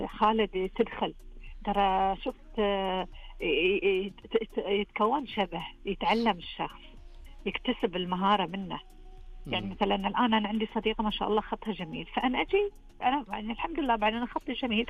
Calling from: Saihat, Eastern Province, Saudi Arabia; تعرفت عليها في الغزو لما جو عندنا في سيهات.

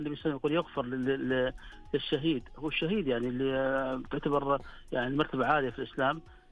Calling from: Eastern Province, Saudi Arabia; اكلمك من المنطقه الشرقيه

